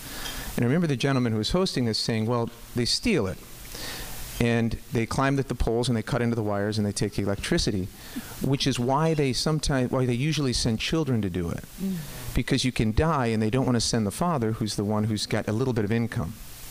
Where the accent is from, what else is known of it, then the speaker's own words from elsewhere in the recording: Caracas, Capital District, Venezuela; I grew up in Venezuela, about 5 years in Caracas, Venezuela. And I remember when I arrived there, I was in fifth grader